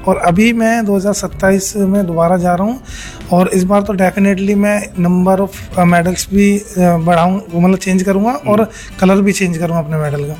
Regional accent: Baghpat, Uttar Pradesh, India; और मैं बागपत उत्तर प्रदेश का रहने वाला हूँ

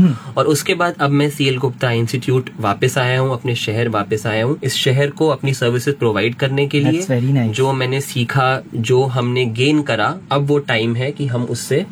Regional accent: Moradabad, Uttar Pradesh, India; मैं मुरादाबाद का ही जन्मा हूँ 1994 में।

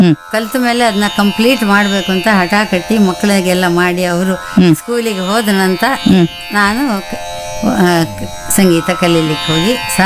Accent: Kundapura, Karnataka, India; ಕೊನೆಗೆ ನಾವು ಕುಂದಾಪುರಕ್ಕೆ ಬಂದ್ವಿ ನಮ್ಮೂರಿಗೆ.

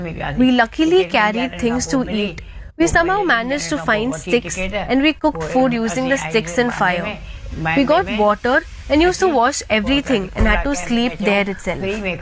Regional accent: Hyderabad, Sindh, Pakistan; born there; I was born in Hyderabad, Sindh. We all used to stay very happily over there.

